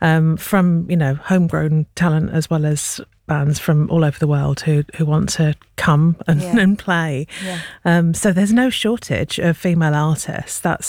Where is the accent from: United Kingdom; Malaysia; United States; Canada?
United Kingdom; London; I'm born and bred in London.